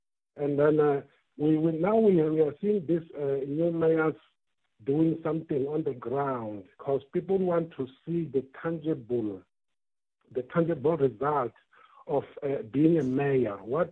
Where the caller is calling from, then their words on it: Limpopo, South Africa; So here in Limpopo